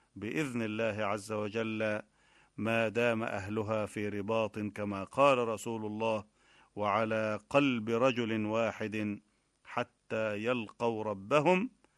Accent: Egypt; بلدنا مصر

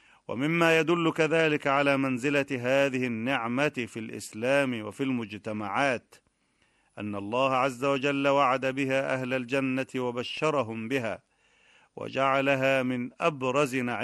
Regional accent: Egypt; بلدنا مصر

